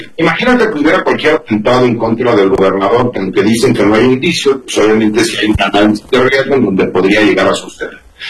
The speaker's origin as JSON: {"language": "Spanish", "country": "Mexico", "said": "me parece que como mexicanos han entendido también desde el partido Morena, lo que queremos como ciudadanos es que si alguien cometió un delito, sea juzgado por las autoridades de nuestro país"}